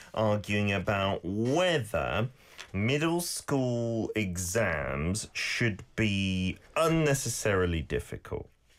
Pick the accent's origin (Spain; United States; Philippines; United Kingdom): United Kingdom; I'm a gentleman, remember. Mm-hmm. I'm from Great Britain.